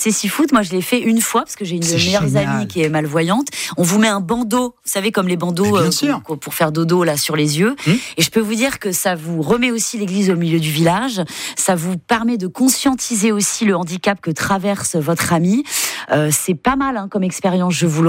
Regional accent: Brittany, France; Quand c'est froid, comme chez moi en Bretagne, une combi, et puis c'est parti.

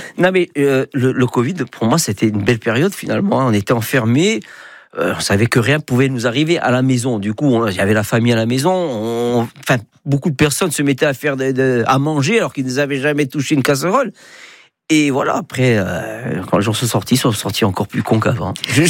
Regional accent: Bastia, Corsica, France; je ne suis pas de TOG, moi je suis de Montésor, tout ça. Mais j'habite à côté maintenant.

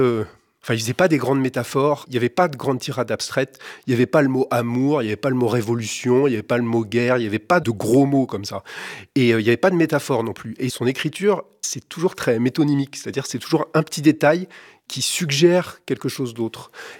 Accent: Lisieux, Normandy, France; Lui, il venait de Bernay, moi, je venais de Lisieux. Il avait eu son groupe de rock à Bernay, moi, j'avais le mien à Lisieux.

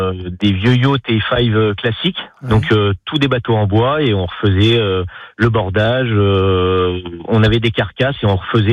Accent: Paris, Île-de-France, France; moved away as an adult; also born or lived in Mouchard, Jura; now in Haute-Savoie, France; moi je viens de Paris, j'ai commencé mes études d'ébénisterie à l'école Boulle à Paris

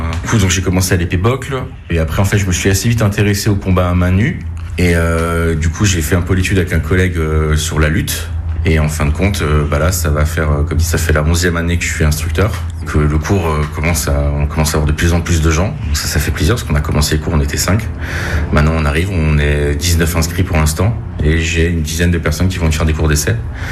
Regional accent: Grand Est, France; moved away as an adult; now in Toulouse, France; parce que je suis pas du tout toulousain, je suis un importé, je suis alsacien d'origine. Et du coup, je suis venu faire mes études universitaires à Toulouse.

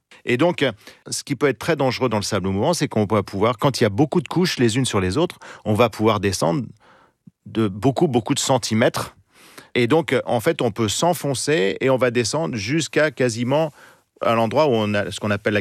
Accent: Normandy, France; je suis normand

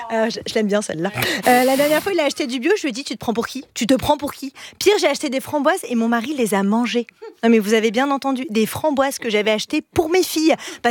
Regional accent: Grand Est, France; Après, moi j'ai grandi en Lorraine, hein, et mes beaux-parents vivent dans le Nord-Pas-de-Calais

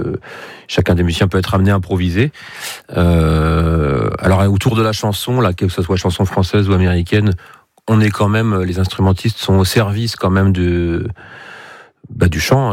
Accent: Château-Gontier, Pays de la Loire, France; Oui, tout petit. Je suis originaire de Château-Gontier.

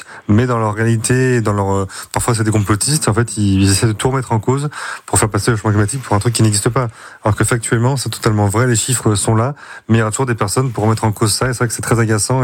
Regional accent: Rennes, Brittany, France; en plein centre-ville de Rennes, qui est ma ville natale quand même, donc je suis né là-bas en 91

